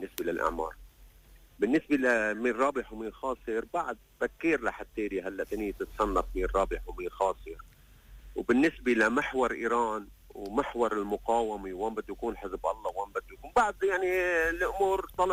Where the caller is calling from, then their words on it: Lebanon; نحن كلبنانيين صح؟